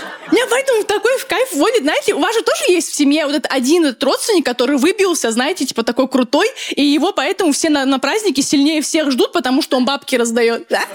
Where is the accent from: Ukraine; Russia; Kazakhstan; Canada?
Russia; Dagestan; я человек из Дагестана